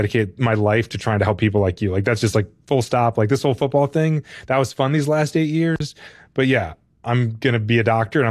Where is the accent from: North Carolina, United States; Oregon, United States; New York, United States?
North Carolina, United States; Raleigh; I grew up in Raleigh, North Carolina, where college sports are really big, and NC State had a football team, and I grew up sort of like loving their team.